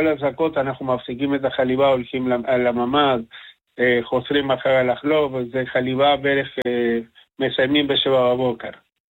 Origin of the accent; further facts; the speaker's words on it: Argentina; accent: Spanish speaker's accent; Hebrew is a second language; now in Kibbutz Gezer, Israel; אני ארגנטינאי.